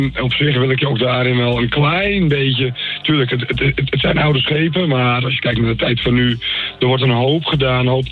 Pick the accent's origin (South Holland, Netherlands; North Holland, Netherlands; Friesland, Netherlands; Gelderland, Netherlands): North Holland, Netherlands; als Hollanders, als West-Friese